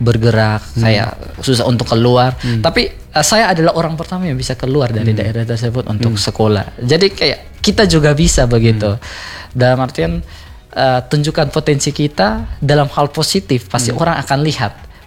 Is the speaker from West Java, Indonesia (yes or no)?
no; Soe, East Nusa Tenggara, Indonesia; Dalam artian saya sendiri di daerah saya atau tempat saya tinggal di saya dari Soe.